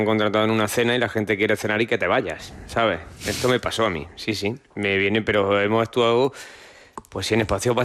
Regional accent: Granada, Andalusia, Spain; Yo más en casa que en Zaire, pues yo soy granaino.

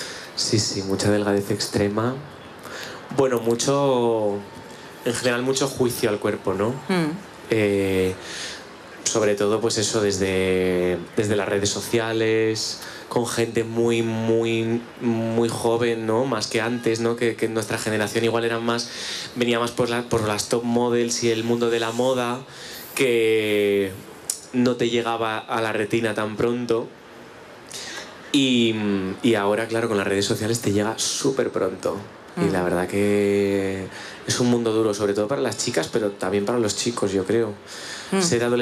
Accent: Spain; los maricones de España, que yo los quiero mucho porque yo también soy maricón de España

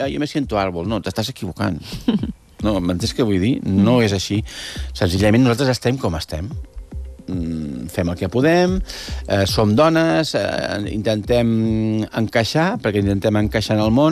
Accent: Catalonia, Spain; I jo, perfecte, m'he dit, igual, jo soc catalana.

